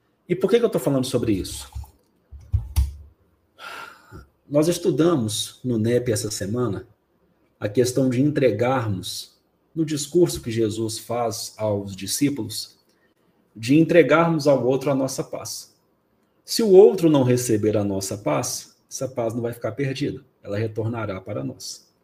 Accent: Minas Gerais, Brazil; eu sou mineiro, né?

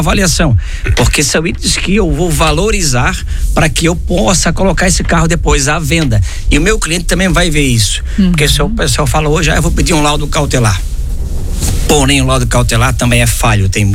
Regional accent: Brazil; Nós somos brasileiros

